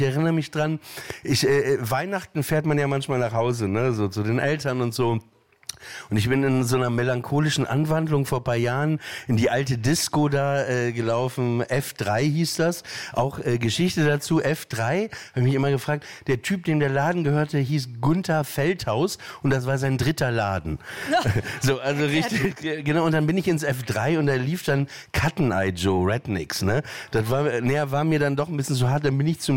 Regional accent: Papenburg, Lower Saxony, Germany; Ich meine, ich komme aus Papenburg im Emsland, ne, da ist das da benutzt man auch nicht so viele Worte

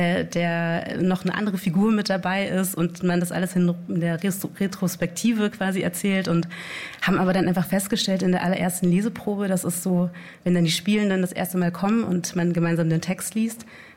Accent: Southern Germany, Germany; Nee, ich komme aus Süddeutschland.

